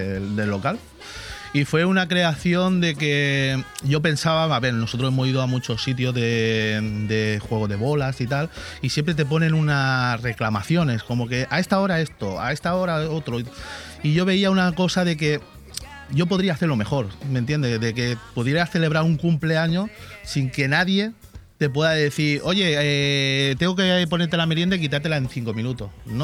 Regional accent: Villajoyosa, Valencian Community, Spain; mucha gente de mi pueblo me ha venido, ole … gracias por revivir lo que se nos había perdido. Porque date cuenta que yo era un crío. Cuando nosotros nos quitaron el ferial en Villajoyosa

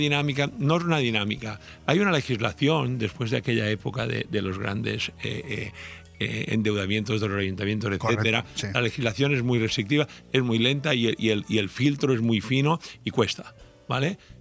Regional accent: Altea, Valencian Community, Spain; yo nací en Altea, eso no tiene ningún mérito, es una cuestión aleatoria. Pero hay muchas personas que han decidido venir a vivir a Altea, o muchos de los que nacimos en Altea que decidimos quedarnos

